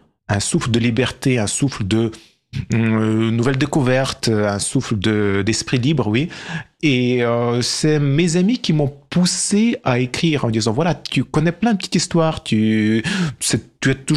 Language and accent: French; Ukraine; French is a second language; moved away as an adult; now in France; Je suis en France depuis septembre 2008. Je suis venu ici en cadre de mes études et puis je suis resté. Et également, je suis un écrivain ukrainien.